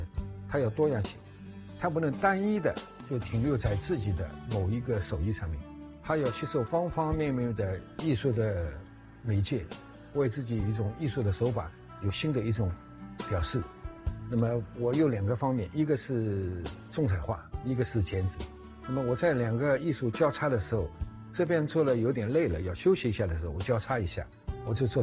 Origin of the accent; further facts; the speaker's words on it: Shanghai, China; 我呢是一个海派文化的一个工作者，我就觉得作为一个上海人